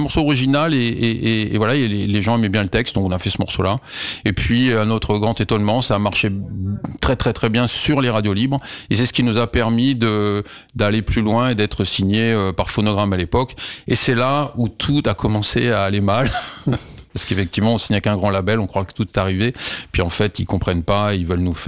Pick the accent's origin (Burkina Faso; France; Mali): France; mais sauf que nous on est français, on veut être compris